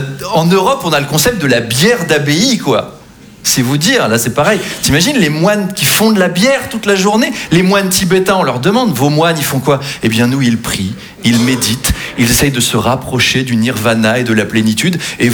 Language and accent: French; Versailles, Île-de-France, France; Moi, j'ai grandi à Versailles, hein, très très catholique comme environnement.